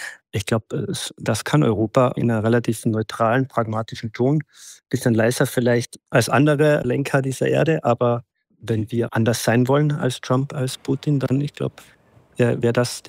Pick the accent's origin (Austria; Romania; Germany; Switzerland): Austria; als gebürtigen Österreicher